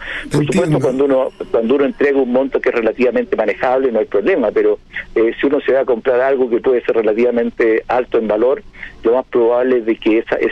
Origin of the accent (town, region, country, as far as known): Chile